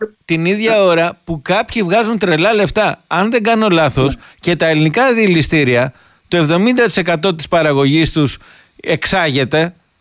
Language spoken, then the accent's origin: Greek; Greece; Όχι μόνο ως αγωνιών μπαμπάς, αλλά ως Έλληνας.